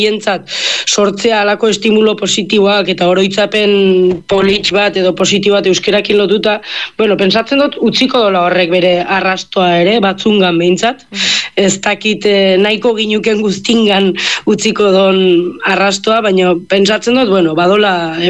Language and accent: Basque; Leitza, Navarre, Spain